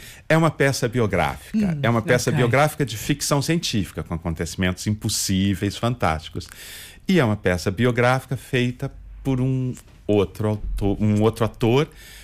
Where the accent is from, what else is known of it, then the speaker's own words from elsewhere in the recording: Porto Alegre, Rio Grande do Sul, Brazil; eu sou de Porto Alegre, uma cidade do sul do Brasil, uma pequena cidade